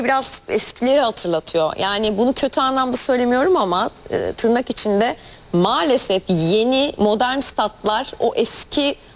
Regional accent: Istanbul, Turkey; ben Ali Samiyen'de de büyüdüm

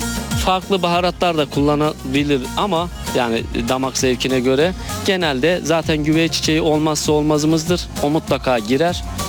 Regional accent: Ayaş, Ankara, Turkey; Ayaşlıyım, burayı, buralıyım. Öncelikle ilçemize hoş geldiniz. 41 yaşındayım.

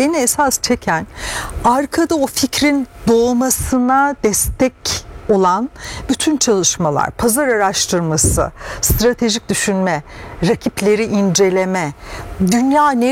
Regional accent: Ankara, Turkey; Ortaokulda ben Ankaralı bir Rumeli göçmeni ailede büyüdüm.

